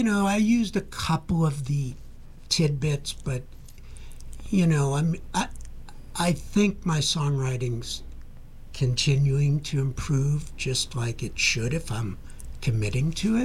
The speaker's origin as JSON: {"language": "English", "region": "Massachusetts", "country": "United States", "tie": "born or raised there", "said": "where I grew up in the North Shore of Boston"}